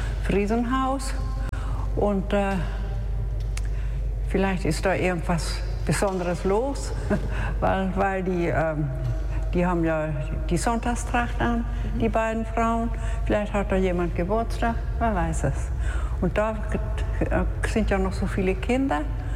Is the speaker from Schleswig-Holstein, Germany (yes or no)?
yes; Süderende, Schleswig-Holstein, Germany; Ich bin im Jahre 1939 in Süderende geboren und habe da auch, bis ich dann 15 war, habe ich da gewohnt, gelebt auf dem Bauernhof.